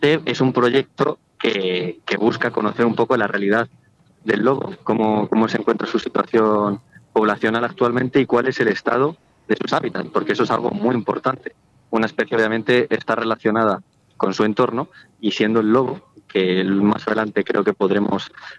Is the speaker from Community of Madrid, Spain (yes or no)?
yes; Guadarrama, Community of Madrid, Spain; yo soy de Guadarrama, entonces soy compañero de la sierra